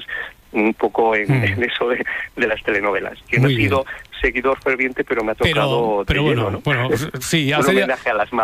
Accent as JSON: {"language": "Spanish", "region": "Castile and León", "country": "Spain", "lives_now": "Alcalá, Spain", "said": "pero yo soy de Tortores de Guevara, de Burgos, y te mando un saludo de nuestra tierrilla."}